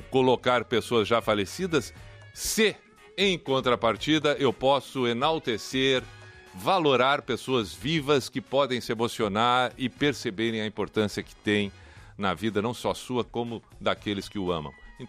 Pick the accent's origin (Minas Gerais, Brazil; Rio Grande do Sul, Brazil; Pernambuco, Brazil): Rio Grande do Sul, Brazil; Porto Alegre; born there; E eu não sei nem por que eu nasci em Porto Alegre, porque meus dois irmãos nasceram em Canoas.